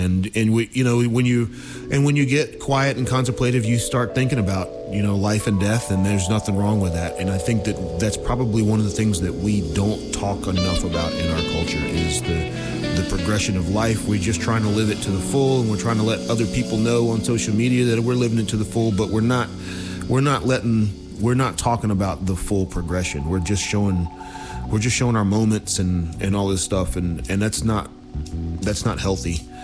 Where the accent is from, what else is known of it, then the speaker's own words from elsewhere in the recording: Stewartsville, Virginia, United States; Yeah, I grew up in Bedford County, Stewartsville.